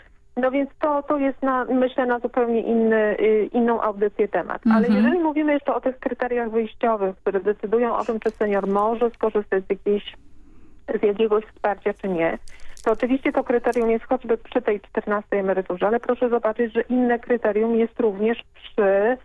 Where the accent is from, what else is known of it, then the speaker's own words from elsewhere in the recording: Pomeranian Voivodeship, Poland; u nas na Pomorzu